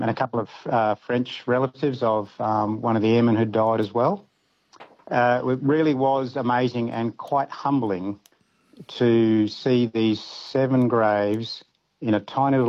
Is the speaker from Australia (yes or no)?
yes; Queensland, Australia; We're from North Queensland. We start putting our jumpers on at 24 degrees Celsius.